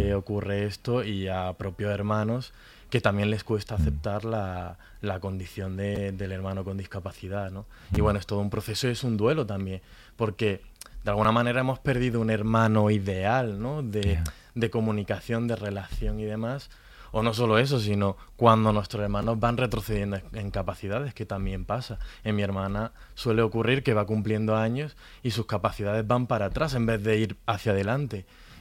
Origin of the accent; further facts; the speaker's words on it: Granada, Andalusia, Spain; Yo soy de Granada, ¿no?